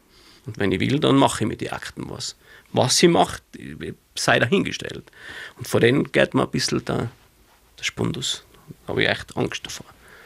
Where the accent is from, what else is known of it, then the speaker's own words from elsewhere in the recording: Innsbruck, Tyrol, Austria; Also bei uns in Innsbruck sagt man zu den nicht-jenischen Gatschi. Das ist jetzt zwar der Romanes-Ausdruck, weil der jenische Ausdruck wäre Ruch. Aber ich habe immer gesagt, ich bin ein Bauer und kein Jenischer.